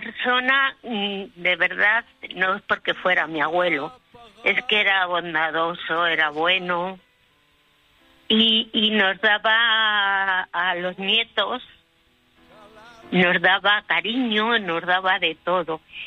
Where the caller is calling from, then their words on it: Madrid, Community of Madrid, Spain; Llamo desde Madrid.